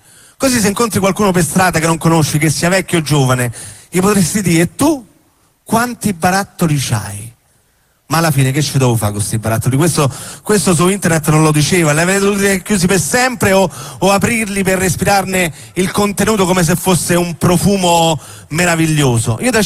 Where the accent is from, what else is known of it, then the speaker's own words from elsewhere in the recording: Rome, Lazio, Italy; born there; io sono nato a Roma